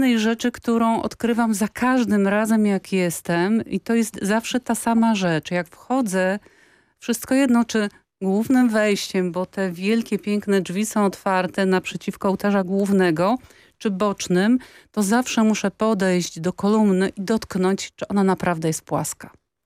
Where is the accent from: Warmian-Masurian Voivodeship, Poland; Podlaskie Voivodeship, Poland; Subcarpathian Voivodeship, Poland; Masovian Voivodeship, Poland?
Warmian-Masurian Voivodeship, Poland; Ja jestem z Mazur